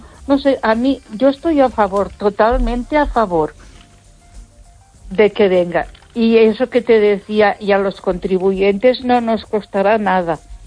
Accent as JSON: {"language": "Spanish", "town": "Barcelona", "region": "Catalonia", "country": "Spain", "tie": "born or raised there", "said": "A Barcelona, porque yo creo que ya te lo dije. Yo me crié en la Avenida Gaudí, que está muy cerquita de la Sagrada Familia."}